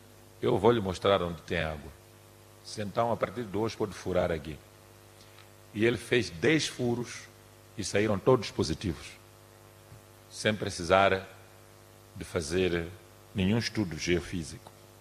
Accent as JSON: {"language": "Portuguese", "country": "Mozambique", "said": "que a história deste momento que nós estamos a atravessar como moçambicanos desenhe um caminho para um futuro melhor"}